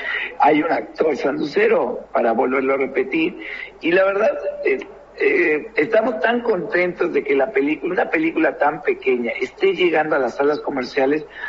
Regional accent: Mexico; accent: Mexican; moved away as an adult; also born or lived in Paysandú, Uruguay; now in Salto, Uruguay; como inmigrante, a mí personalmente me ha beneficiado mucho mantener el acento mexicano, ¿sabes?

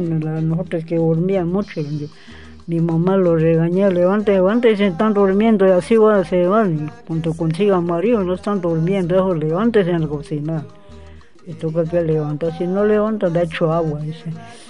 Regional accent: Tapiche, Loreto, Peru; yo soy de Tapiche.

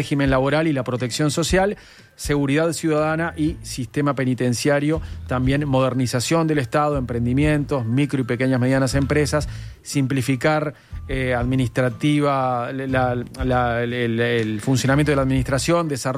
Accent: Uruguay; nosotros que somos nostálgicos los uruguayos

